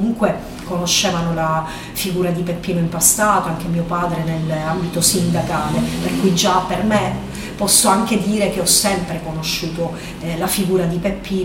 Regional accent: Palermo, Sicily, Italy; now in Cinisi, Italy; Io non sono di Chinisi, sono di Palermo, quindi non arrivo qui perché nasco qui, ma mi trasferisco qui da alcuni anni

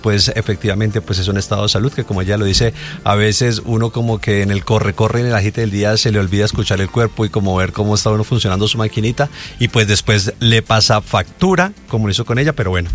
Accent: Colombia; Como buena hijos, colombiana, yo no creo que todos qué. Somos igual, bueno, yo también creo que soy igual

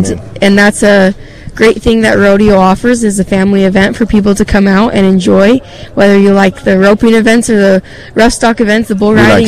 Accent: Utah, United States; I'm from Utah.

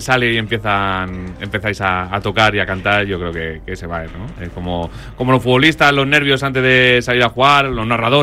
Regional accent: Toledo, Castilla-La Mancha, Spain; En Toledo, que yo soy de Toledo

